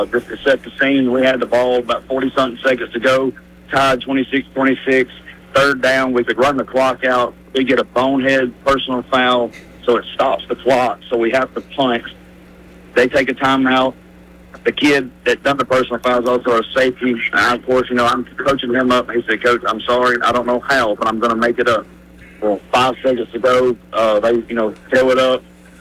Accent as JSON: {"language": "English", "town": "Speed", "country": "United States", "said": "I'm from Speed, you know, from Lawrence County area, so I got a lot of friends."}